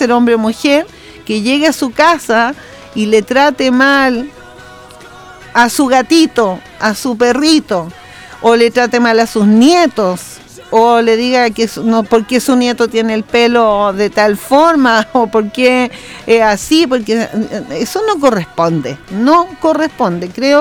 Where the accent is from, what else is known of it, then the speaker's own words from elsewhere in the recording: Chile; Y aquí todos somos chilenos y todos debemos respetarnos